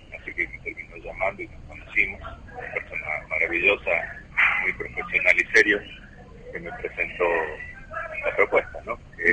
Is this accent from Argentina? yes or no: yes; La Rioja, Argentina; por ser riojano, y esa ventaja que tenemos los riojanos cuando somos fuera de la Rioja, de ser pocos, ¿no? Que andamos ahí fuera de nuestro terruño.